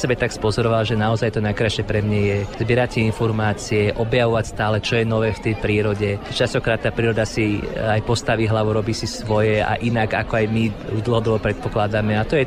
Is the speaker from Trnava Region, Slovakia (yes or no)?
yes; Trnava, Trnava Region, Slovakia; Nechcem predbiehať, ale sú to v okolnosti v mojom rodnom meste Trnave.